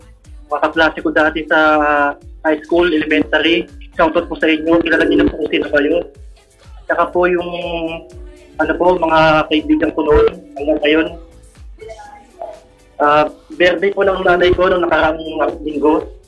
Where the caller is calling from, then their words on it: Naic, Calabarzon, Philippines; Taga-Naik Cavite po.